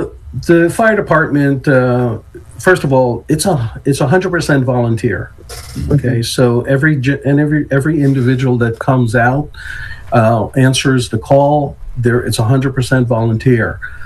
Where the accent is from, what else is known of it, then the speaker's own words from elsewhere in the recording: Long Island, New York, United States; moved away; also born or lived in Guyana / Philadelphia; I grew up on Long Island, New York